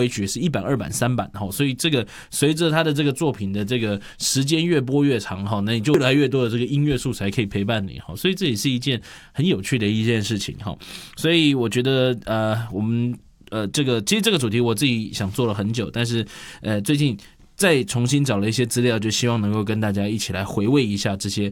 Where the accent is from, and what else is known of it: Taiwan